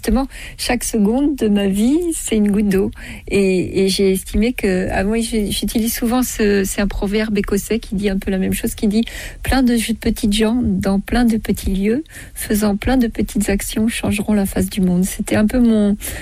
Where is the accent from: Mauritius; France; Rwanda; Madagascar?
France; Paris, Île-de-France; born there; moved away; Moi, je suis née à Paris.